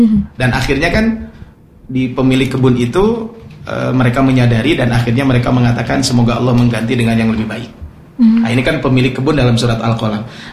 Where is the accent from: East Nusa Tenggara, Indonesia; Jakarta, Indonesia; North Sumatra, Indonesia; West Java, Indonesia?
West Java, Indonesia; Ciparay; kalau saya kan dari daerah Ciparai ke atas itu kan daerah Pacet gitu kan. Nah, itu kan di sana ada Kertasari, di Kertasari kan ada perkebunan tuh.